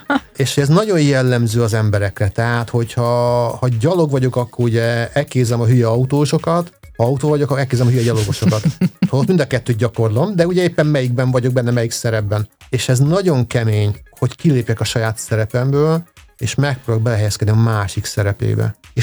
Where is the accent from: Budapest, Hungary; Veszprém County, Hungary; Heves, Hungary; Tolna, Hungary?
Tolna, Hungary; Szekszárd; Én ugye Szekszárdból származom, és egy időben egy Szekszárd melletti kisvárosban laktam, viszont Szekszárdon dolgoztam